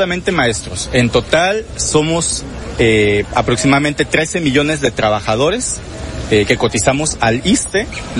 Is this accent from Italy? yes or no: no; Mexico